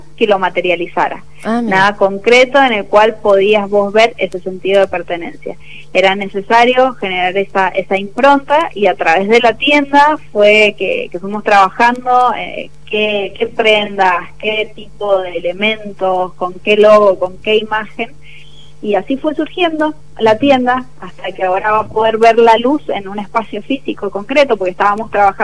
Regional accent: Palmira, Mendoza, Argentina; Soy palmirense.

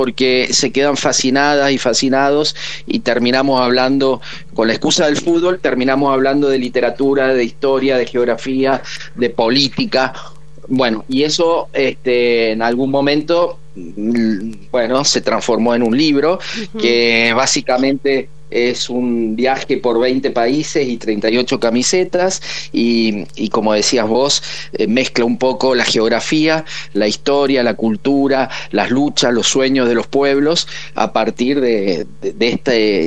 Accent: Mendoza, Argentina; moved away as an adult; now in Córdoba, Argentina; Es que yo soy mendocino, vivo en Córdoba hace 34 años, pero sigo siendo para siempre mendocino.

